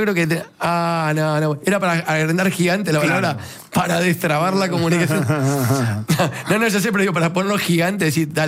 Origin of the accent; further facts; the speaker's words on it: Argentina; somos argentinos pese a nuestras diferencias.